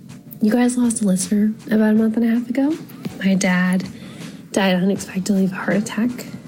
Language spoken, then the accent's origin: English; Charlotte, North Carolina, United States; We grew up in the Charlotte area, so we've been listening for a super long time.